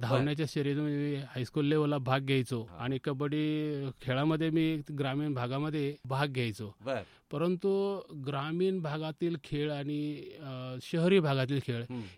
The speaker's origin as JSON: {"language": "Marathi", "town": "Pimpalgaon Malvi", "region": "Maharashtra", "country": "India", "tie": "born or raised there", "said": "मी ग्रामीण भागातलाच एक खेळाडू आहे. माझं गावाचं नाव आहे पिंपळगाव माळवी, जवळच आहे डोंगरगण रोडला. माझं बालपण जे आहे ते माझ्या गावामध्येच गेलं."}